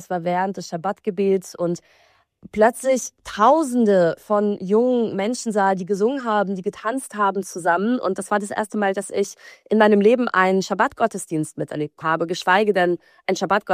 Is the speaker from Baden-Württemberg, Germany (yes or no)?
yes; Baden-Baden, Baden-Württemberg, Germany; Ich möchte, dass es so etwas auch in meiner Heimatgemeinde gibt. Und so ging das dann los, dass ich in Baden-Baden ein jüdisches Jugendzentrum mitgegründet habe